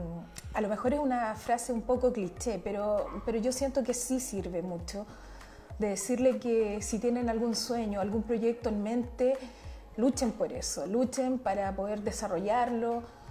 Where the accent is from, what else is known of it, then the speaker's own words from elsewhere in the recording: Chile; todo lo que tiene que ver con nuestra idiosincrasia como país, como chilenos.